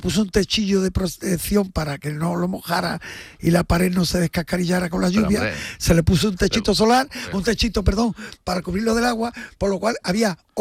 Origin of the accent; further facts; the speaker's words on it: Pilas, Andalusia, Spain; born there; el de Pilas, que es mi pueblo